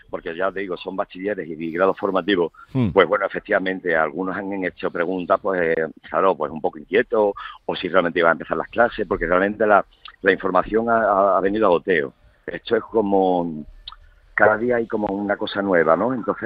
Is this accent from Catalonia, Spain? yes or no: no; Ceuta, Spain; Yo he vivido en Madrid, estudié en Granada, estudié en la Universidad Católica de Lovaina, en Bélgica. Yo me formé como cualquier chaval de Ceuta que va a su estudio universitario, pero decidí examinarme aquí para ser funcionario aquí y estar en mi vida, en mi casa.